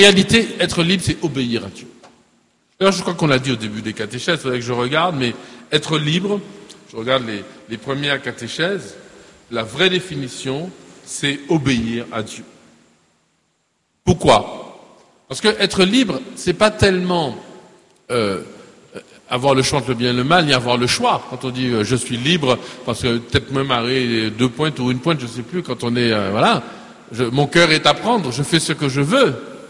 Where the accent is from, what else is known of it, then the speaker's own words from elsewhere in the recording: Martinique; Je suis un Martiniquais, je suis librement un Martiniquais.